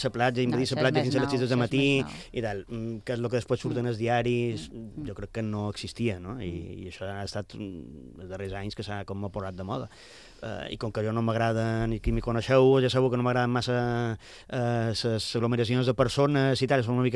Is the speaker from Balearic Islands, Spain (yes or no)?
yes; Mallorca, Balearic Islands, Spain; la meva infància a Mallorca